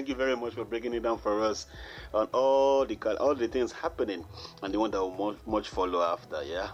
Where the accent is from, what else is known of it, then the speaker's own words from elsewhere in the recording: Nigeria; as a Nigerian who is not a board member of Athletic Federation of Nigeria